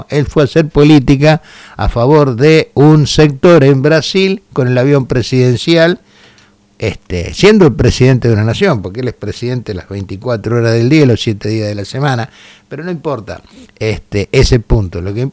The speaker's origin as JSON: {"language": "Spanish", "country": "Argentina", "said": "nosotros como argentinos"}